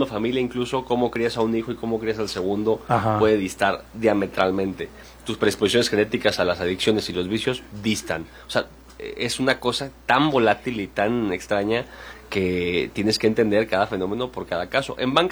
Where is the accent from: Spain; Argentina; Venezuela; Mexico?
Mexico; born there; Nací en México y no vengo de dinero